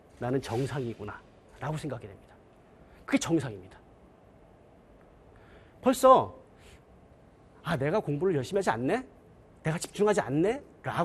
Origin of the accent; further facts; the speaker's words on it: South Korea; 한국에 제가 2010년에 귀국했는데